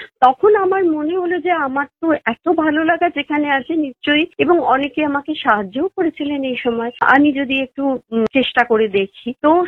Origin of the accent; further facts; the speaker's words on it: Durgapur, West Bengal, India; আমি মফস্বল শহরে দুর্গাপুরে বড় হয়েছি